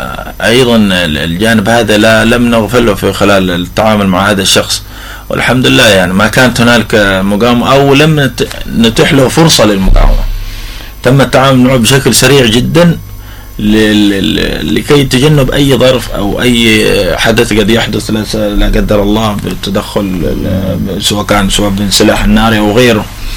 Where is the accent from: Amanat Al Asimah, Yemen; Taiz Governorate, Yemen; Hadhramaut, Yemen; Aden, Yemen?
Hadhramaut, Yemen; نحن كمجتمع حضرمي تربينا على احترام العادات والتقاليد